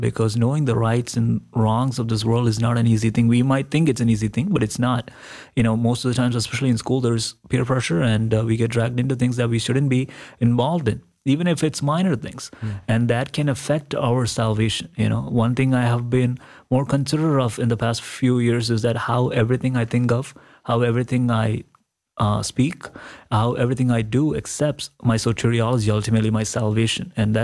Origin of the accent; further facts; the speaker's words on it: Kerala, India; growing up in India, growing up in Kerala, always brings a smile to my face when I think about it